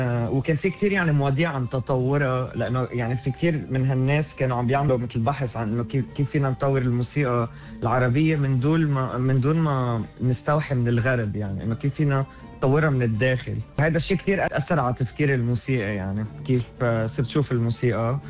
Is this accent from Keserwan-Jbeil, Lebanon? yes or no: no; Beirut, Beirut Governorate, Lebanon; moved away as an adult; now in Melbourne, Australia; أكيد أنا ربيت ببيروت لبنان، وجيت على أستراليا من 8 سنين، 2019